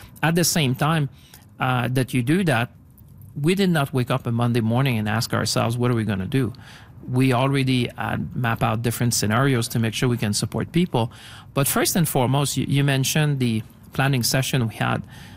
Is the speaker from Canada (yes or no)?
yes; Canada; it's not because I'm the Minister of Finance of Canada, not even just because I'm Canadian